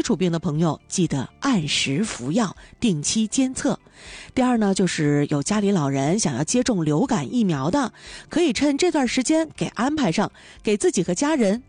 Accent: Dalian, Liaoning, China; 这个季节咱们大连人讲究春捂秋冻

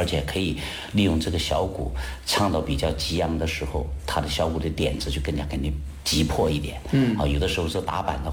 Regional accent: Jiangxi, China; 对，我们江西这边都是属于采茶戏。我们的吉安采茶戏，赣南就是赣南采茶戏。

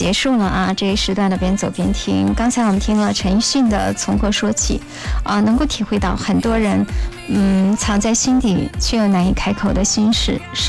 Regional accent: northern China, China; 尽管我作为一个北方人

